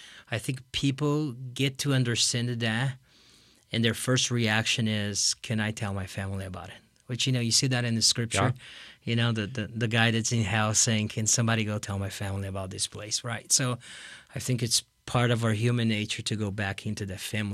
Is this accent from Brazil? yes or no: yes; Brazil; Well, I grew up in Brazil. As a Brazilian, you hear about Christ, you have the big Christ in Rio